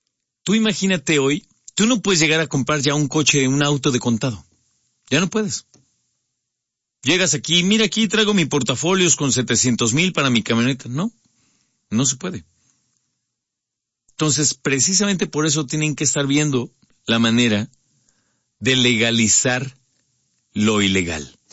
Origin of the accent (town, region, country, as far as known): Mexico